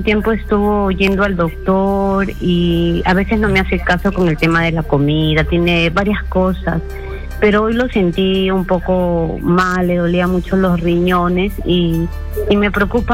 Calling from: Lima, Peru

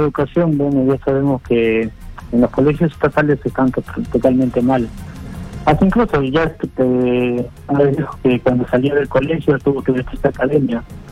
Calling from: Naples, Campania, Italy; llamo de Nápoles, Italia.

